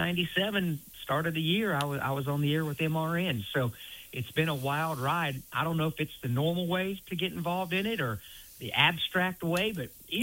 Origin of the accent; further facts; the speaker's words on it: Indiana, United States; moved away; also born or lived in North Carolina; I grew up in Indiana around the Indianapolis Motor Speedway